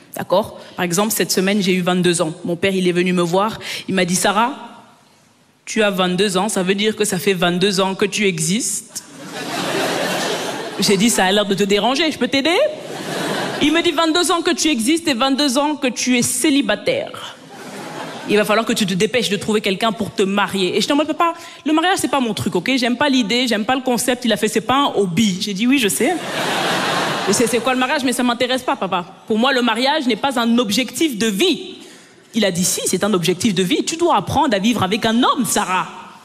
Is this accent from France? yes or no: no; Belgium; Et moi, mes parents, ils sont nés, ils ont grandi au Cameroun. Je suis né et j'ai grandi en Belgique.